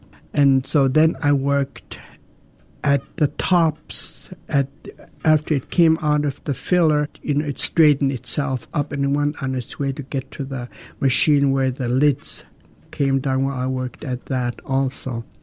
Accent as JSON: {"language": "English", "town": "Douglas", "region": "Alaska", "country": "United States", "tie": "born or raised there", "said": "I was born and raised in Douglas. I belong to the Raven clan. I come from the Whale House in Tlokwan."}